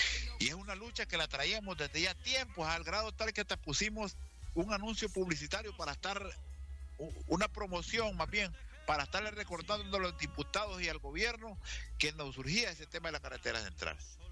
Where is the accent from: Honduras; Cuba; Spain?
Honduras; Yo, en lo particular, como hondureño, quiero agradecerles